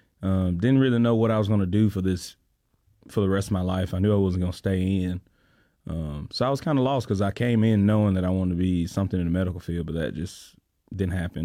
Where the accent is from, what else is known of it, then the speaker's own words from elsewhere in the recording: Ellic City, Alabama, United States; A town called Ellic City in Alabama.